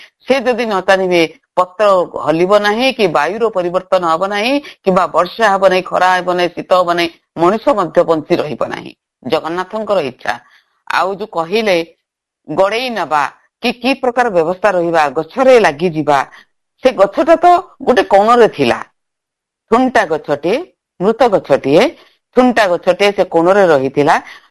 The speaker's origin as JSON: {"language": "Odia", "region": "Odisha", "country": "India", "said": "ଆମେ ଓଡ଼ିଆ, ଆମେ ବଢିଆ, ଆମ ଜଗନ୍ନାଥ ବଢିଆ, ଆମ ସଂସ୍କୃତି ବଢିଆ"}